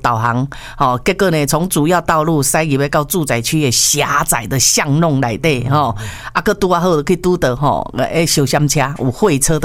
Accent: Taiwan

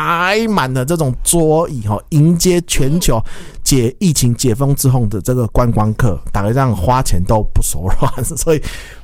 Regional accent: Taiwan; 因为过去我们台湾人都比较去忌讳去谈这个老后啦

